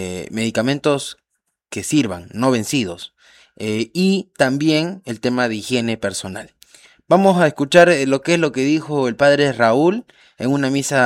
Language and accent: Spanish; Venezuela; now in Tarapoto, Peru; yo también soy venezolano